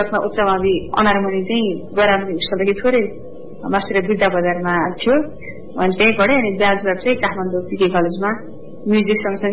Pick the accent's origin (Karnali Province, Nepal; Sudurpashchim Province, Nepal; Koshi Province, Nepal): Koshi Province, Nepal; Buddha Shanti; मेरो जन्म चाहिँ बुद्ध शान्ति गाउँपालिका वार्ड नम्बर 7 झापामा भएको हो, 2044 मङ्सिर 11 गते। अनि बाल्यकाल चाहिँ मेरो झापामा नै बित्यो।